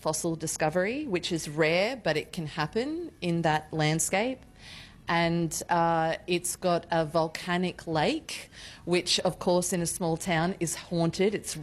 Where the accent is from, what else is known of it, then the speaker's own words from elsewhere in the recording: Gold Coast, Queensland, Australia; I grew up on the Gold Coast, and that love that I feel for how extraordinary that hinterland environment is